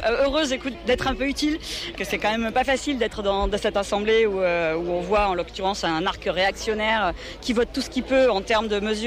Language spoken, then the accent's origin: French; Toulouse, Occitanie, France; Hein, je viens de Toulouse